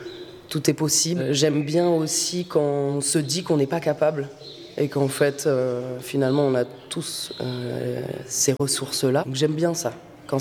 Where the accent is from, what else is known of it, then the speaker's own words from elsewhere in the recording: Paris, Île-de-France, France; moved away as an adult; je suis metteuse en scène et professeure de théâtre. Je suis parisienne, je suis arrivée dans la région il y a 5 ans